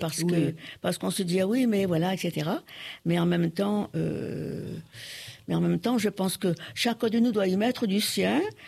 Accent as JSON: {"language": "French", "country": "Réunion", "said": "je suis née française et j'aimerais bien mourir française. Voilà. Je suis réunionnaise et je ne le renie pas. Je suis. Voilà, mes ancêtres sont venus d'ailleurs, comme tous les habitants de la Réunion"}